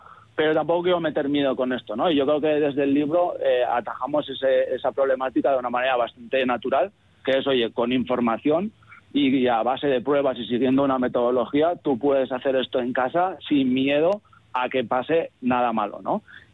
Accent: Pamplona, Navarre, Spain; yo que soy de Pamplona

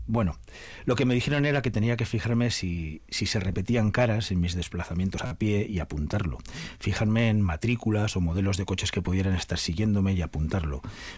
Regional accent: Alsasua, Navarre, Spain; yo soy navarro, soy de Alsasua. Pero cuantitativamente gran parte de mi familia es de Agurain, aunque ahora estén ya casi todos en Vitoria

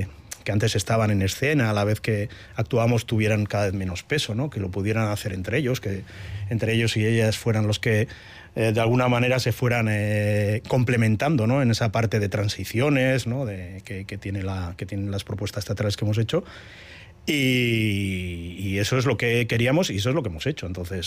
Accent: Pasaia, Basque Country, Spain; now in Irun, Spain; yo soy de Pasaya, pero llevo viviendo en Irún media vida

